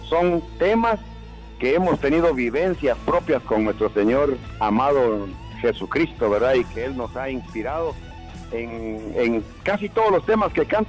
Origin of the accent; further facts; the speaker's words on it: Guatemala; yo soy puro guatemalteco.